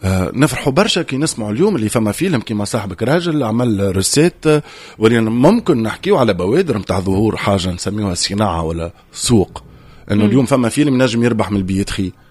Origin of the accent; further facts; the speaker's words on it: Tunisia; moved away; احنا كشعب تونسي وكجمهور تونسي